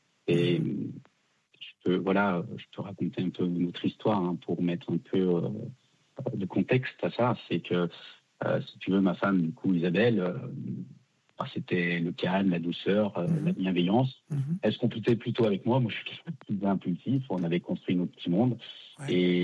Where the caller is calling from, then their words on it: Lyon, Auvergne-Rhône-Alpes, France; Alors, j'appelle de Lyon.